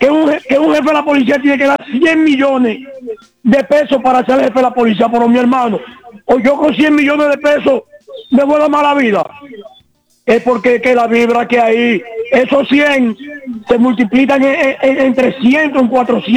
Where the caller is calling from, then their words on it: Baní, Peravia, Dominican Republic; Aquí somos de aquí de Baní